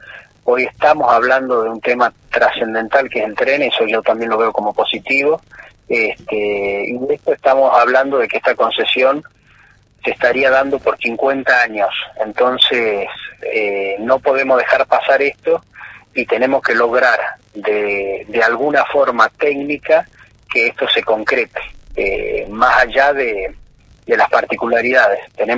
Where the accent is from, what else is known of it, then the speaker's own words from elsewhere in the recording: Argentina; como argentinos tenemos que lograr competitividad de todas nuestras regiones